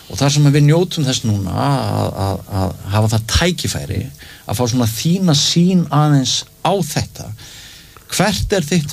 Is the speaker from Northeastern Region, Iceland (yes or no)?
yes; Mývatnssveit, Northeastern Region, Iceland; Ég náttúrulega ólst upp í Mývarsveit og var uppfullur af goskvíða á viðkvæmum árum. Ég var tiltölulega stutt frá eldstöðunum.